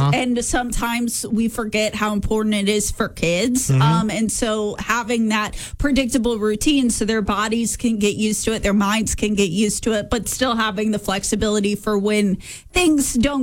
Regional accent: Houston, Texas, United States; whenever I was growing up in Houston, Texas, summers were exactly the same as Mis

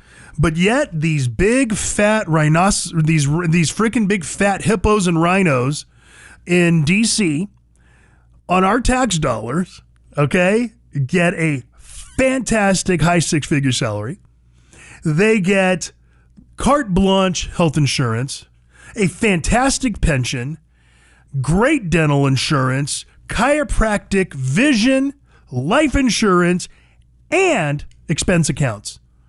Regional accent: United States; I'm an American first.

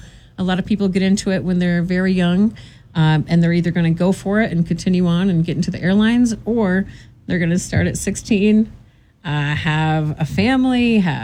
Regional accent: Albany, New York, United States; Born and raised in Albany, New York.

